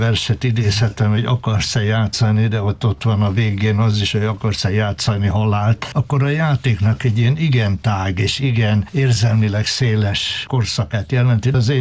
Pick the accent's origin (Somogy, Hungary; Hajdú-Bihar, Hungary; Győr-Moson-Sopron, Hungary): Győr-Moson-Sopron, Hungary; Győr; also born or lived in Budapest; Budapesten születtem, de hogy mondani szoktam, hogy eszmélésem város a Győr, mert hát fél éves koromban oda kerültem.